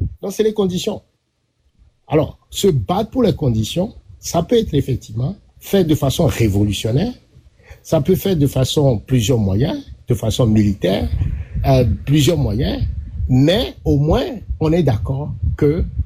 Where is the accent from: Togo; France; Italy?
Togo; en tant que Togolais